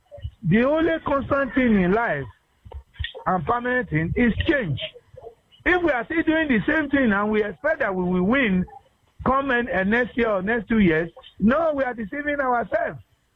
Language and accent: English; Nigeria